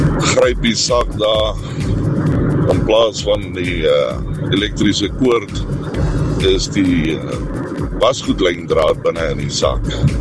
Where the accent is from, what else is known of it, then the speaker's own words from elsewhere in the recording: Gauteng, South Africa; Ek is van die Oosrand.